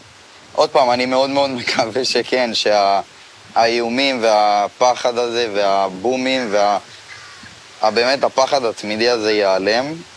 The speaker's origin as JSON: {"language": "Hebrew", "town": "Kiryat Shmona", "region": "Northern District", "country": "Israel", "said": "גם ככה היינו תמיד כאילו איזה עיר קטנה כזאת שאין בה יותר מדי"}